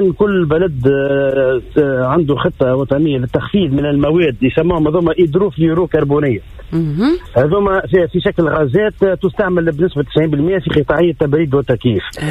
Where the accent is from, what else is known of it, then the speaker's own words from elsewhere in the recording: Tunisia; احنا عندنا في تونس